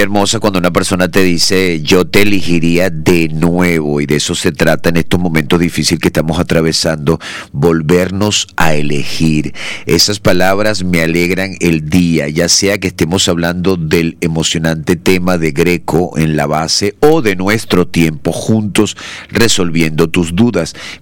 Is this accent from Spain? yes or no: yes; Spain; No soy de Venezuela, soy española